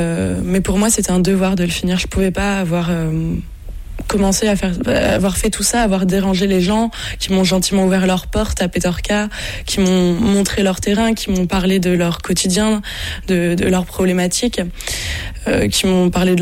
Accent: France; en tant que Français en plus, on est très très privilégié

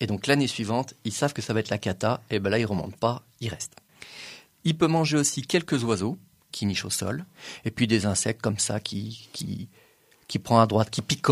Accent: France; Mais chez nous, en France

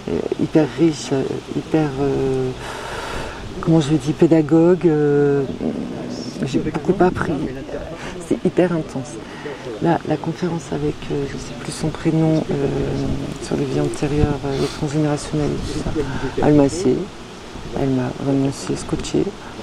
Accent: Vernoux-en-Vivarais, Auvergne-Rhône-Alpes, France; donc je viens du côté de Vernon en Vivarais.

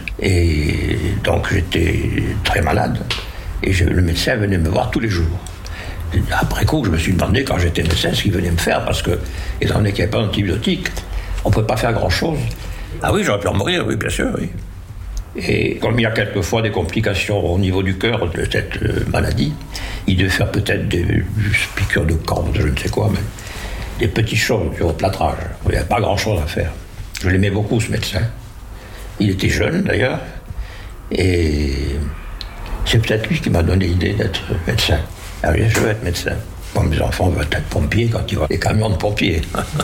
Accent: Tlemcen, Tlemcen Province, Algeria; moved away as an adult; also born or lived in Algiers, Algeria / Montpellier, France; now in France; Je suis né en Algérie, en 27. 19 ans, bien sûr. J'ai 98 ans. Je suis en Algérie. J'ai fait une partie de mes études primaires et secondaires en Algérie, une ville qui s'appelle Tlemcen.

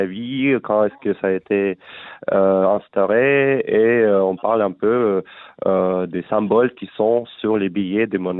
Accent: Russia; French is a second language; now in France; Moi, mm-hmm. je peux faire en russe si vous voulez. Je suis russe, donc.

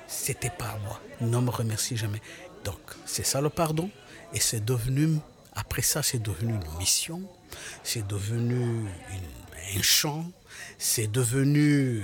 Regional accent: Rwanda; moved away; Je suis allé au Rwanda en 2007, dans mon village natal, là où j'étais né, là où j'avais connu Vincent

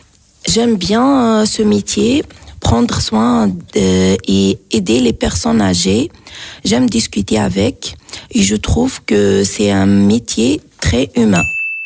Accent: Khenchela, Khenchela Province, Algeria; moved away as an adult; now in France; Je suis en France depuis 2024. Je viens de l'Algérie, de la région des Aurès, dans l'est de l'Algérie, d'une ville qui s'appelle Khenchla. C'était dans une zone montagneuse

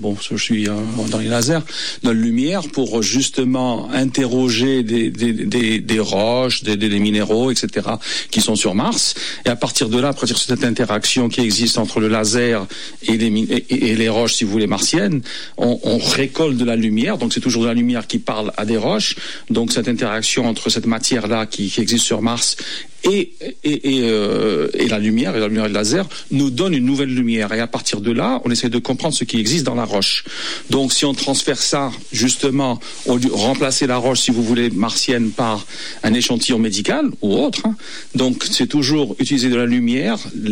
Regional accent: Algeria; moved away as an adult; also born or lived in England / United States; Donc, j'ai fait toutes mes études en Algérie. Je suis algérien.

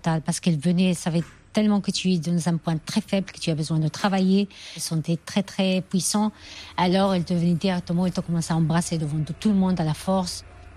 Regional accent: Spain; moved away as an adult; also born or lived in Tangier, Morocco / Canary Islands; now in France; Je suis d'origine de Tanger, Maroc, mais j'ai grandi en Espagne.

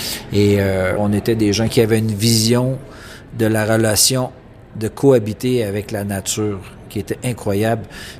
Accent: Wendake, Quebec, Canada; je suis un Huron Wandat. Je viens du clan de l'Ours et je suis natif de la nation.

